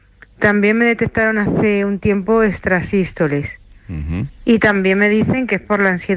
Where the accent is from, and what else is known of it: Madrid, Community of Madrid, Spain